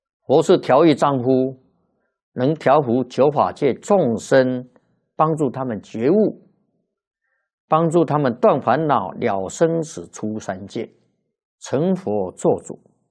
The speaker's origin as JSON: {"language": "Chinese", "country": "China"}